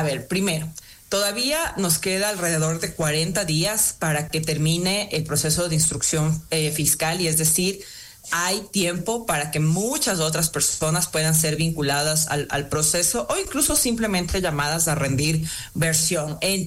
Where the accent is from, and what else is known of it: Ecuador